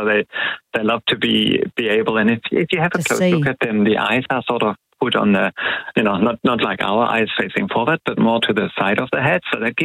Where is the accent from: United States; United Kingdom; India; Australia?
Australia; So as an Australian, even if you watch a Hollywood movie, you'll sit up and think, oh, I know what that bird is.